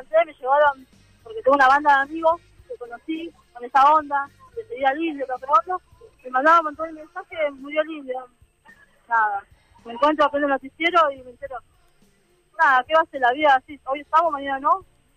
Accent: Moreno, Buenos Aires Province, Argentina; Somos de Moreno, hola, ¿qué tal?

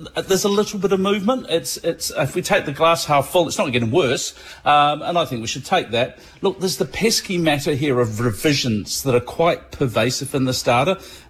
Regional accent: Manchester, North West England, United Kingdom; now in New Zealand; I grew up in Manchester. Get the government up there. Born and raised. Born and raised in Manchester.

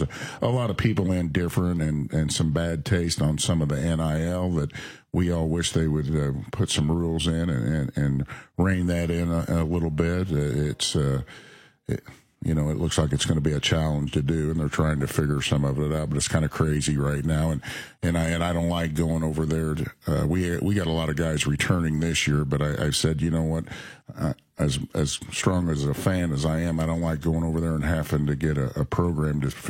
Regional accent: Assumption, Illinois, United States; now in Decatur, United States; I'm from Assumption.

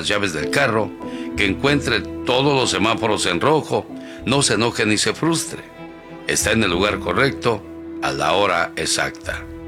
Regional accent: Mexico City, Mexico; porque un día salí de la Ciudad de México, del DF, del Estado de México, pero el Estado de México y la Ciudad de México nunca salió de mí.

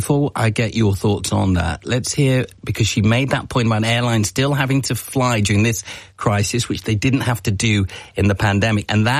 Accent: India; being Indian, got family across the world

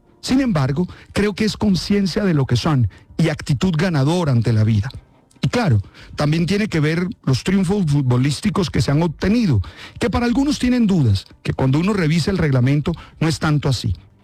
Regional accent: Colombia; le voy a Colombia porque soy colombiano.

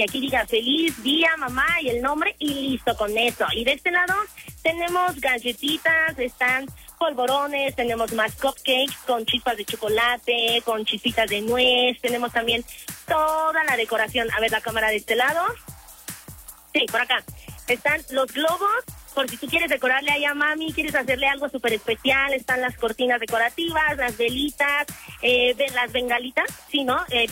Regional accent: Mexico; Sé que como buenos mexicanos dejamos todo hasta el último momento

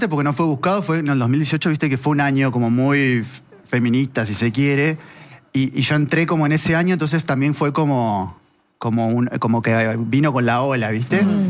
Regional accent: Esperanza, Santa Fe, Argentina; correcto. Exactamente. Y me fui a Santa Fe Capital con dos amigos del colegio.

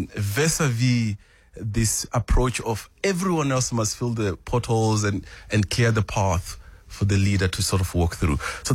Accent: Habegwa Chauru, Limpopo, South Africa; It might sort of date back from a very, very young age. I grew up in Venda in a village called Habegwa Chauru.

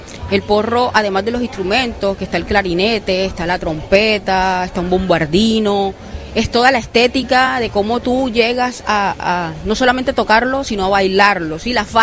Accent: Montería, Córdoba, Colombia; Bueno, yo soy una hija del Sinú. En definitiva, las personas, ser de Montería, ser de gran parte de Córdoba

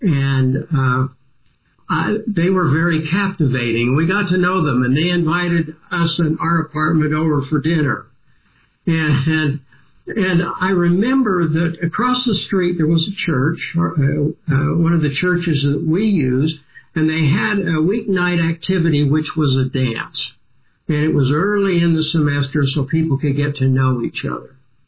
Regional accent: Salt Lake City, Utah, United States; I'm from Salt Lake City, Utah. I was the oldest child of five.

